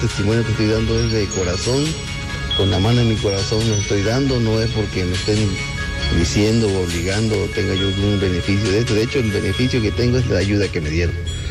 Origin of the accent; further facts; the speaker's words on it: Tabasco, Mexico; Buenos días … soy originario de Tabasco, tengo 45 años.